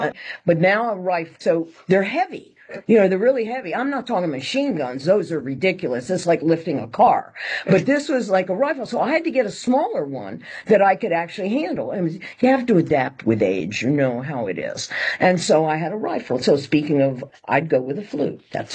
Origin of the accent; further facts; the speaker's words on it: Florida, United States; also born or lived in California; I lived in California 30 years because there's no humidity like where I grew up in Florida.